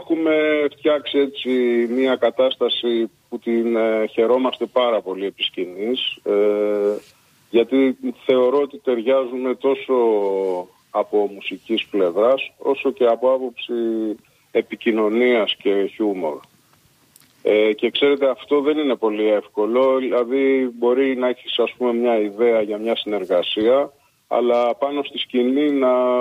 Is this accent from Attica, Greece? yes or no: yes; Piraeus, Attica, Greece; born there; δεν γεννήθηκα στα Χανιά, γεννήθηκα στον Πειραιά.